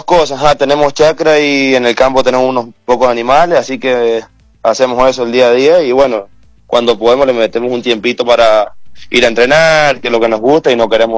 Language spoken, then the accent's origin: Spanish; San Carlos, Mendoza, Argentina; Sí, yo soy de San Carlos.